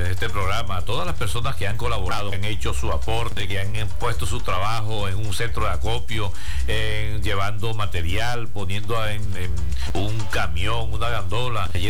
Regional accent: Venezuela

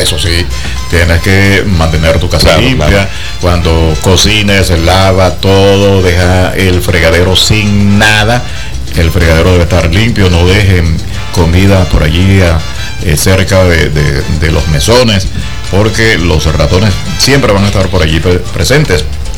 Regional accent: Caripito, Monagas, Venezuela; moved away; Muy bueno, por cierto, el casabe de allá de mi pueblo.

